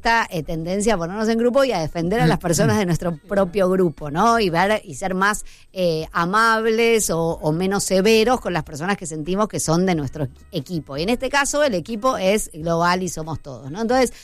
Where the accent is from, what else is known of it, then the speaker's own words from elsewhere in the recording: Argentina; somos todos argentinos, eso está claro, ¿no?